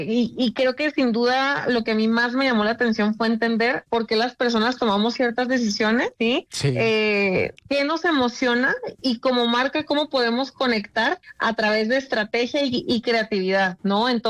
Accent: Mexico; moved away as an adult; now in Colombia; yo soy mexicana, sí, yo tengo casi 7 años trabajando en Wplay.co aquí en Colombia

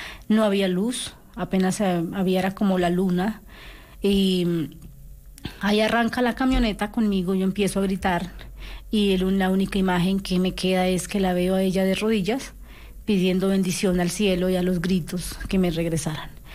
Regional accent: Casanare, Colombia; yo soy del departamento del Casanare.

